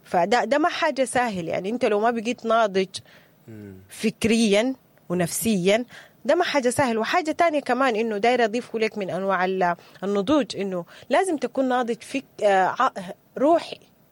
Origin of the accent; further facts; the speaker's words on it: Sudan; إحنا كسودانيين